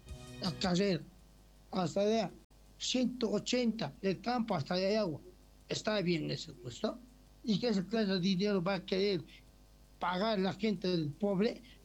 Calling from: Bolivia; aquí en mi país.

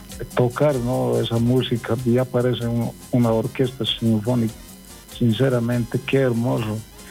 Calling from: Poopó, Oruro, Bolivia

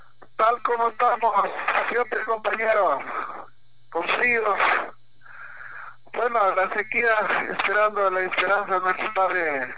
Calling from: Ecuador; no pelean como aquí en Ecuador, compañero. Ese es nuestro país.

